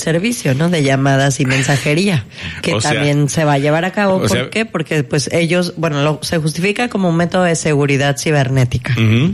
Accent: Mexico

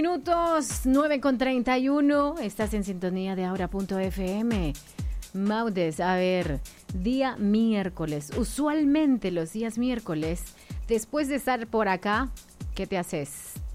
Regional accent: El Salvador; Mira, lamentablemente nosotros como salvadoreños, no lamentablemente, más bien que bien, porque como salvadoreños siempre andamos haciendo una cosa, haciendo otra

